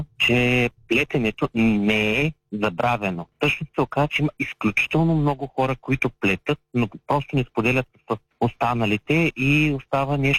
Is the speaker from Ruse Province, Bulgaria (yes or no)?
yes; Ruse, Ruse Province, Bulgaria; moved away; аз работех далеч от родния ми град Русе и живеех в този хотел